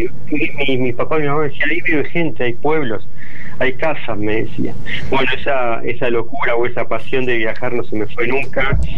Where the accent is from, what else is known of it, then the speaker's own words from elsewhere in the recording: Quilmes, Buenos Aires Province, Argentina; Yo soy de Quilmes